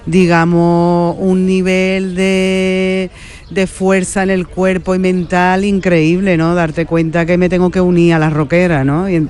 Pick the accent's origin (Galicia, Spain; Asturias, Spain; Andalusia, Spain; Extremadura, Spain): Andalusia, Spain; Seville; muy contenta de estar en la Bienal de Sevilla, en mi tierra.